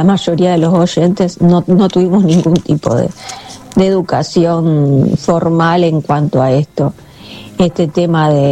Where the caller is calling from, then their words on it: Rosario, Santa Fe, Argentina; de Rosario de Acuario.